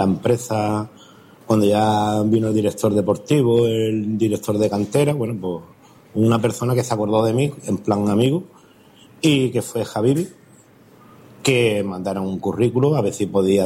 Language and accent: Spanish; La Línea de la Concepción, Andalusia, Spain; el equipo de mi pueblo, porque siempre he querido a la Balona